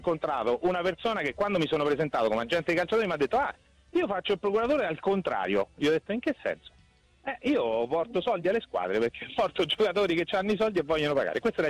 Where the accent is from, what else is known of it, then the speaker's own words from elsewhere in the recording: Terni, Umbria, Italy; io sono di Terni, quasi ormai ultimamente me ne vergogno quasi a dirlo